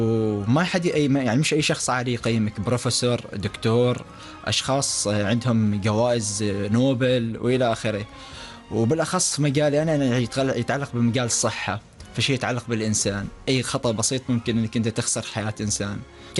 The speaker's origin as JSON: {"language": "Arabic", "country": "Oman", "said": "وكنا نحن ثلاثة عمانيين"}